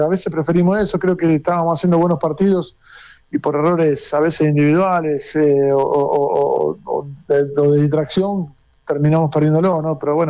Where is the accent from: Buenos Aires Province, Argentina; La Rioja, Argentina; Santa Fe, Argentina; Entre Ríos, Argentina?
Santa Fe, Argentina; Rosario; allá por mis pagos, yo soy de Rosario.